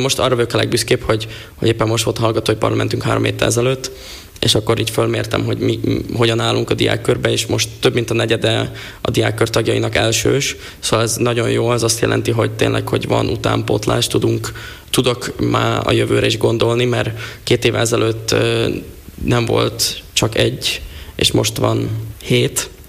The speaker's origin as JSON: {"language": "Hungarian", "town": "Kráľová nad Váhom", "region": "Trnava Region", "country": "Slovakia", "tie": "born or raised there", "lives_now": "Prague, Czechia", "said": "Vágkirályfán, Galántos helyek között egy kis faluban, Felvidéken."}